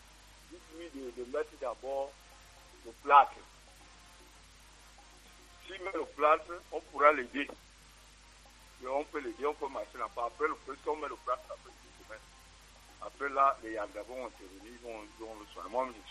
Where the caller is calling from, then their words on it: Centre, Cameroon; Non, je suis à Ekoundou.